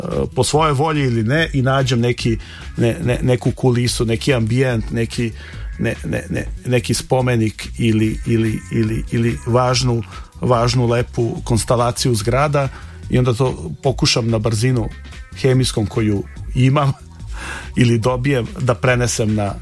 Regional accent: Ljubljana, Slovenia; Ja sam živeo u više delova Ljubljane, ja sam dete iz tada istočnog pregrađa Moste, ja sam iz Most, ali kasnije sam živio u centru i sada živim na Kolezi.

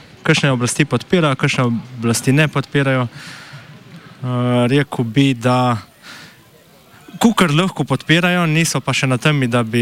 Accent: Littoral–Inner Carniola, Slovenia; jaz prihajam z Vasikav, tam živi nas 300 ljudi

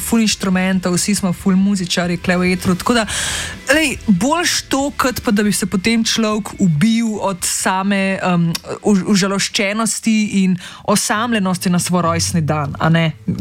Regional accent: Medvode, Central Slovenia, Slovenia; now in Ljubljana, Slovenia; kot prebivalci, prebivalka Ljubljane, ki sem iz Medvodca

